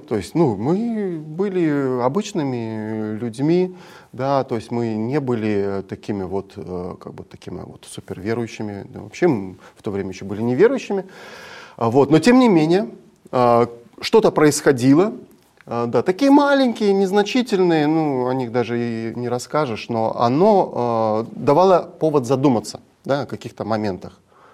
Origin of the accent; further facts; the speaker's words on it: Samara, Samara Oblast, Russia; also born or lived in Vorkuta; now in Kemerovo, Russia; Вообще родился я в городе Воркута, там у меня родители работали, мама зубной врач, вот, папа машинист локомотива, вот. Но потом мы переехали, и фактически все детство у меня было в Самаре.